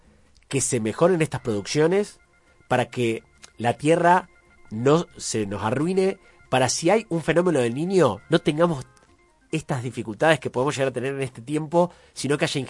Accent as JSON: {"language": "Spanish", "region": "Santa Fe", "country": "Argentina", "said": "nosotros empecemos a plantearnos acá como santafesinos y santafesinas"}